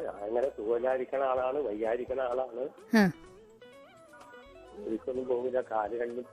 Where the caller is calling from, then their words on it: Aluva, Kerala, India; മറിയപ്പടി, മറിയപ്പടി, Aluva മറിയപ്പടി.